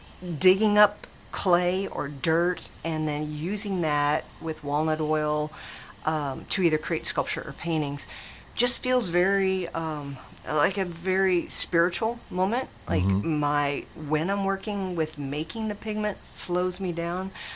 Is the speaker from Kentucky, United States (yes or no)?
yes; Louisville, Kentucky, United States; moved away as an adult; now in southern Indiana, United States; Born and raised in Louisville, but I'm currently in southern Indiana, which is only 20 minutes from downtown Louisville.